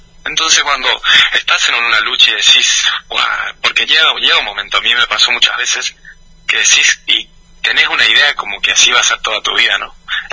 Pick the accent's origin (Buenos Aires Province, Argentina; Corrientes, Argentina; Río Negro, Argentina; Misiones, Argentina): Corrientes, Argentina; Santo Tomé; La gente acá de mi pueblo, que todos me escribieron